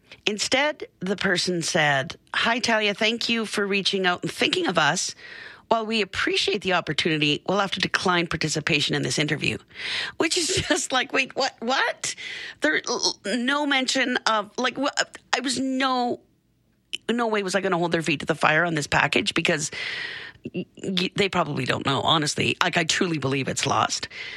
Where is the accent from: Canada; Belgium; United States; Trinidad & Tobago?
Canada; I'm just a Canadian girl.